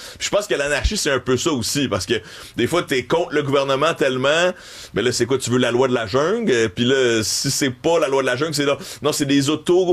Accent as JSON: {"language": "French", "town": "Montreal", "region": "Quebec", "country": "Canada", "tie": "born there", "said": "moi, je suis né à Montréal"}